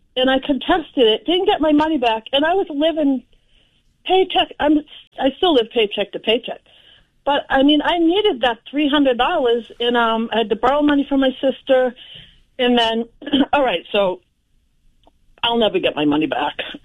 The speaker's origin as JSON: {"language": "English", "town": "Arlington", "region": "Massachusetts", "country": "United States", "tie": "born or raised there", "said": "So I grew up in Arlington, Massachusetts, where Maura Healey lives."}